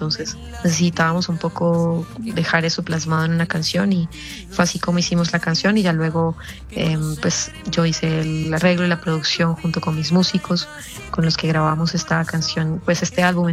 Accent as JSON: {"language": "Spanish", "region": "Santander", "country": "Colombia", "said": "Bueno, yo soy una artista santandereana, ya con más de 20 años de carrera."}